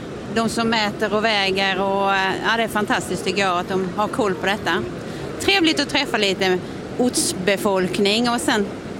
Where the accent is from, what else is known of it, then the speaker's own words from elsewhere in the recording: Karlshamn, Blekinge, Sweden; Vi kommer från Karlshamn. Sen 2017 köpte vi en stuga här uppe. Så det är därför vi är här nu på långsemester.